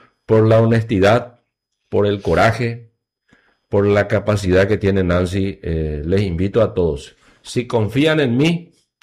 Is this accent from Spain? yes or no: no; Cambyretá, Itapúa, Paraguay; Cambretá Centro, donde yo nací